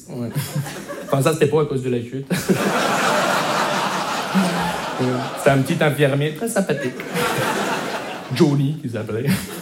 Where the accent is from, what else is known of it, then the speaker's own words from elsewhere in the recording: Montreal, Quebec, Canada; Bonjour, je me présente … je viens de Montréal.